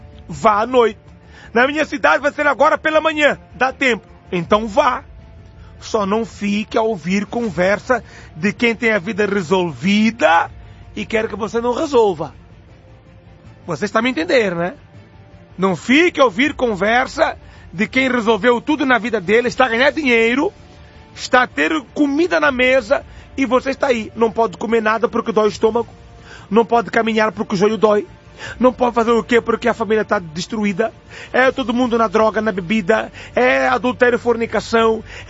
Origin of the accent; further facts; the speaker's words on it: Mozambique; moved away as an adult; now in Brazil; 2006, eu decidi que vinha estudar ao Brasil. Saí da minha terra e disse, ó, vou terminar ou vou fazer a faculdade no Brasil. Eu já estava a estudar em Moçambique e fazer direito.